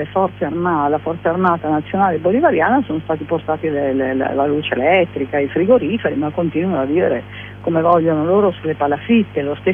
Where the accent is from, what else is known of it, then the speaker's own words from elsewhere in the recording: Liguria, Italy; io sono della Liguria, del Ponente Ligure